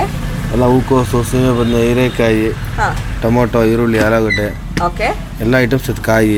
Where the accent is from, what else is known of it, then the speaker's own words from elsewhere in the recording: Bengaluru, Karnataka, India; ನಾವು ಹುಟ್ಟಿ ಬೆಳೆದೆಲ್ಲ ಗಾಂಧಿ ಬಜಾರ್.